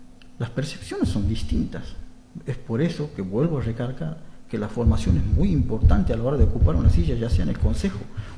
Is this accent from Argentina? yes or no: yes; Suncho Corral, Santiago del Estero, Argentina; yo soy de Suncho Corral también